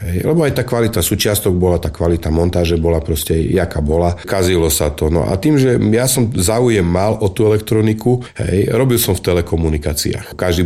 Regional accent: eastern Slovakia, Slovakia; Z východného Slovenska mali zobrať 30 žiakov. No a prišiel som na skúšky, z východu nás zostalo 30.

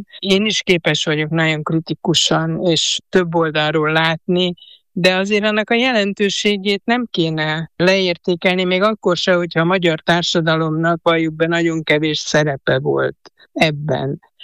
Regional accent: Hungary; Én, és szerintem nagyon sokan a Kádár rendszerben abban nőttünk föl

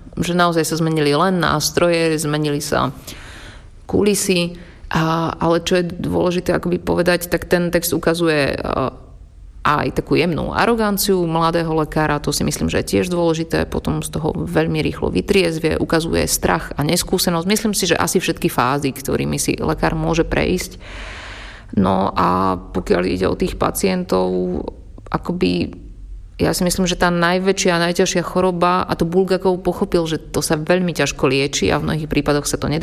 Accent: Martin, Žilina Region, Slovakia; moved away; ja som Martinčanka a študovala som na gymnáziu Viliama Pavliniho Tóta

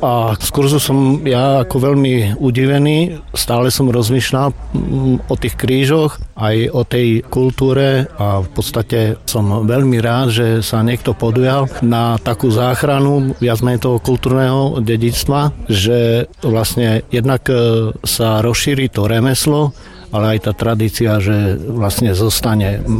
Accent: Prešov, Prešov Region, Slovakia; som z Prešova.

